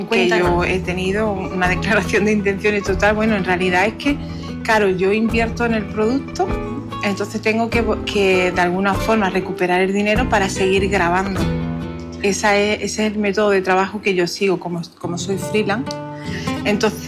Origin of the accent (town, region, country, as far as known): Andalusia, Spain; born or raised there